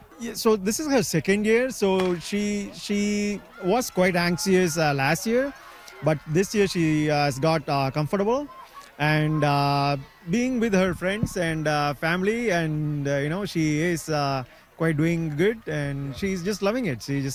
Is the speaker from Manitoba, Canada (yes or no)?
no; Fort Smith, Northwest Territories, Canada; I'm from Fort Smith for the Hay River Northwest Territories Tracks and Fields events.